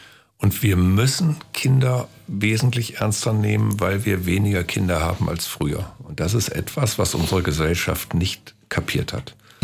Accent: Osnabrück, Lower Saxony, Germany; Und das ist meine Heimatstadt, das bleibt meine Heimatstadt. Jetzt lebe ich ja bei Hannover, aber bin oft in Osnabrück.

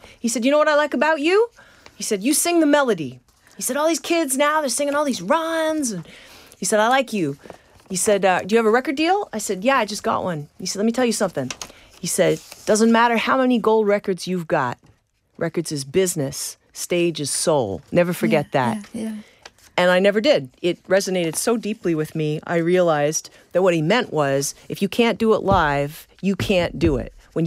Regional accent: Canada; You know, I'm from Canada.

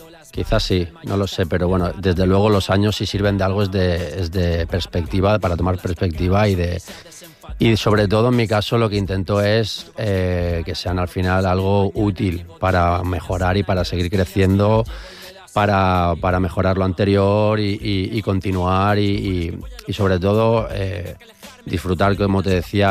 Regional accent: Valencian Community, Spain; Soc valencià, soc valencià. Podem parlar valencià

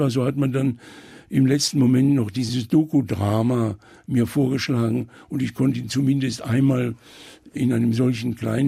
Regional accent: Eifel, Germany; moved away; also born or lived in Italy; Naja, ich habe immer die Eifel, immer als meine Heimat betrachtet. Ich habe zwar sicher mal in Italien in meinen ersten Jahren dort meine zweite Heimat gesucht und muss ehrlich sagen, ich habe sie nicht gefunden.

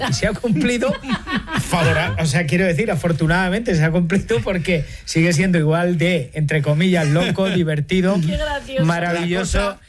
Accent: Montiel, Castilla-La Mancha, Spain; moved away; yo recuerdo porque salí, cuando salí de Montiel, mi pueblo y el vuestro, a partir de ahora, yo salí a jugar.

